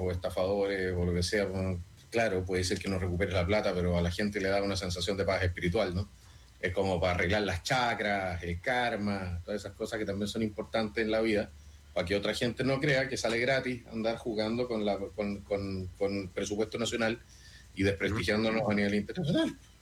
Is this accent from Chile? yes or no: no; Germany; Spanish is a second language; Yo soy alemán con sangre italiana, me cuesta.